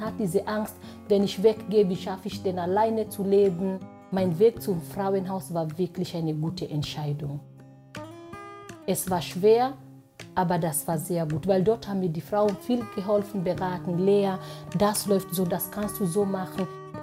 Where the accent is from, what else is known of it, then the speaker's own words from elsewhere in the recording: Kenya; Ich komme aus Kenia.